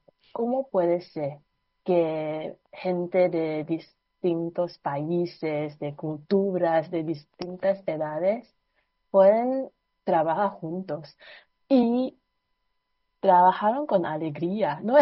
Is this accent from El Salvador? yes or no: no; Singapore; moved away as an adult; also born or lived in Taiwan; now in Spain; soy de Singapur, pero suele pasar que me confunden. Es que viví como 4 años en Taiwán.